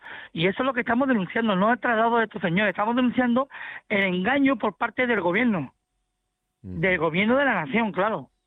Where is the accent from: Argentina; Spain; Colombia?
Spain; Somos ciudadanos españoles. Nosotros no sentimos más españoles que nadie.